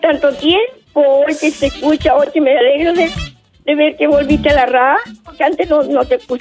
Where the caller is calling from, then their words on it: San Pedro de la Paz, Biobío, Chile; Llamo de San Pedro de la Paz.